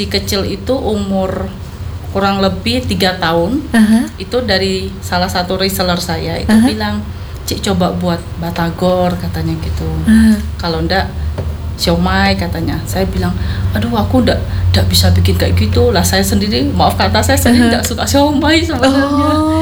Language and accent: Indonesian; Bangka Belitung Islands, Indonesia; moved away; memang saya kan asli dari Bangka. Kita kalau dari Sumatera gitu kan